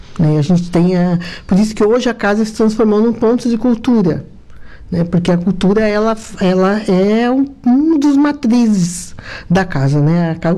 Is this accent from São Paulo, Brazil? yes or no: no; Santa Catarina, Brazil